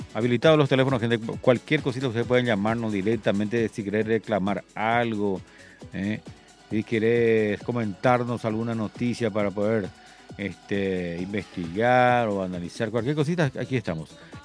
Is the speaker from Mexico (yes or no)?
no; Paraguay; No, y todos somos paraguayos. Hay que apoyar al equipo.